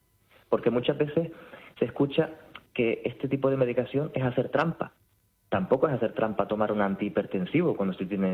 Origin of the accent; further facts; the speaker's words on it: Canary Islands, Spain; accent: Canarian; Con mi acento canario igual puede pasar desapercibida esa